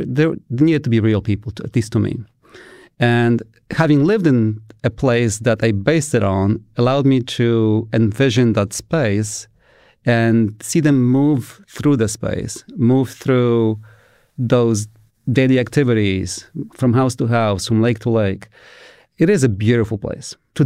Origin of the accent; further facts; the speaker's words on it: Augustów, Podlaskie Voivodeship, Poland; moved away as an adult; the little town I grew up in Poland.